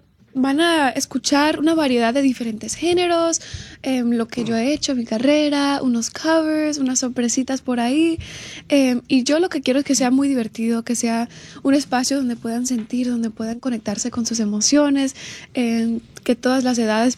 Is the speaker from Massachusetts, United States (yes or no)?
no; Los Angeles, California, United States; Y aún es más especial porque empiezo en Los Ángeles, aww, que es donde yo nací, es donde yo crecí.